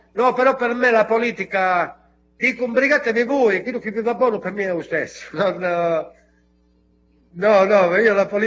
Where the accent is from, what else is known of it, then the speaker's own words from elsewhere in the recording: Catanzaro, Calabria, Italy; E questi si guardavano, mi dicevano, ma tu di dove sei? Ho detto, qua di Catanzaro, e non ci conosci, no?